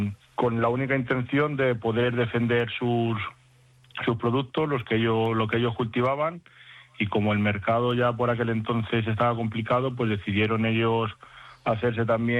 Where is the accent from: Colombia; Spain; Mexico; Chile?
Spain; Salamanca, Castile and León; Somos de Salamanca.